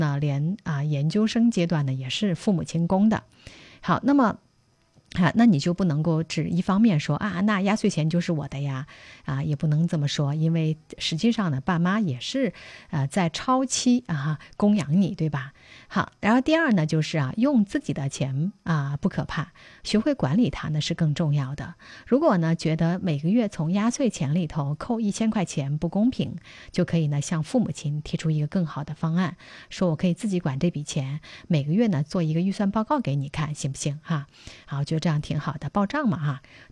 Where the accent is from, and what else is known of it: China